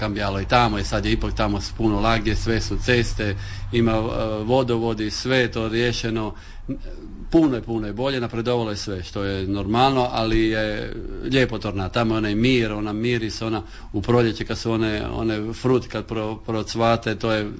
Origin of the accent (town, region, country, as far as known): Motovun, Istria County, Croatia